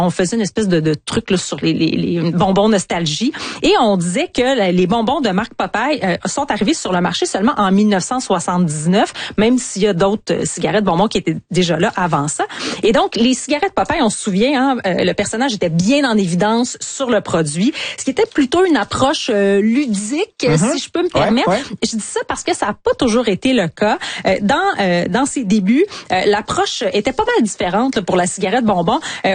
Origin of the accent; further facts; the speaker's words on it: Canada; chez nous au Canada